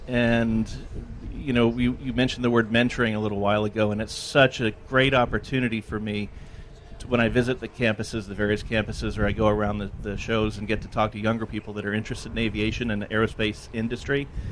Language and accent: English; England, United Kingdom; I grew up in England. I moved to London in 1970, and that's where I became a teenager